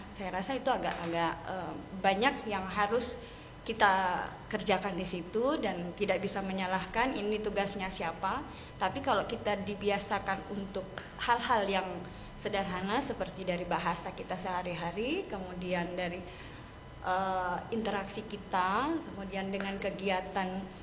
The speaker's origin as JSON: {"language": "Indonesian", "region": "Gorontalo", "country": "Indonesia", "said": "Contoh kita sendiri orang Gorontalo rasanya ya banyak anak-anak yang malu berbahasa Gorontalo."}